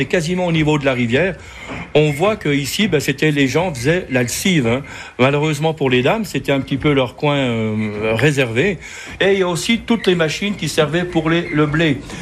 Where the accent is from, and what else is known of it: Bonnevaux, Bourgogne-Franche-Comté, France